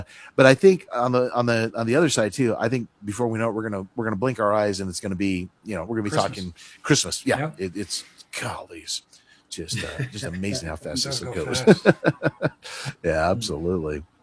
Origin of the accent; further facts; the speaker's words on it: Reno, Nevada, United States; I was raised in Reno